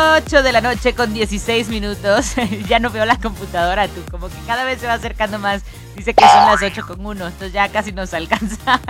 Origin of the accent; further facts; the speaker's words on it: Mexico; como mexicanos nos burlamos genuinamente hasta de la muerte